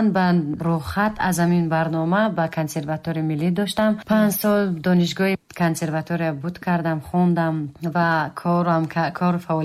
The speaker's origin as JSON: {"language": "Persian", "country": "Tajikistan", "said": "معرفگری وطن خودم بودم و خیلی شد هستم که من تاجیک هستم، من از این سرزمین زیبای خودم هستم."}